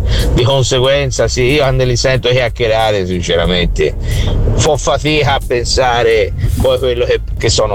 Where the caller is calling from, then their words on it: Tuscany, Italy; dalla patria del marrone Mugello